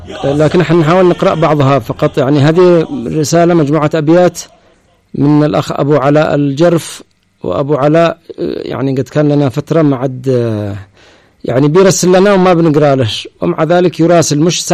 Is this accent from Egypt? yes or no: no; Taiz, Taiz Governorate, Yemen; moved away; 12 سنة ما دخلتش تعز، ما دخلتش بيتنا، معانا بيت ملكنا حقنا في تعز